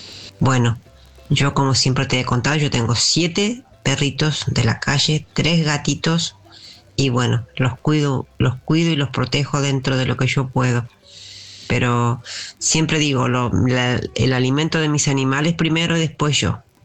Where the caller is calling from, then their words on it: Garín, Buenos Aires Province, Argentina; Un saludo grande … de Garín.